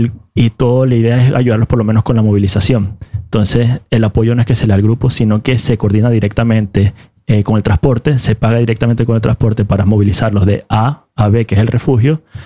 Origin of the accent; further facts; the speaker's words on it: Venezuela; tuve la oportunidad como venezolano, fui a apoyar al evento